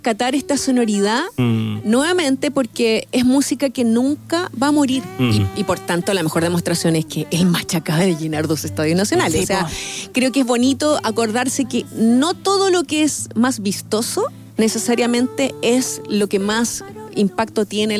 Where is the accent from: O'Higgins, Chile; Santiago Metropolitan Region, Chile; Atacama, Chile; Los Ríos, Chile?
Santiago Metropolitan Region, Chile; San Bernardo; Para los que venimos de San Bernardo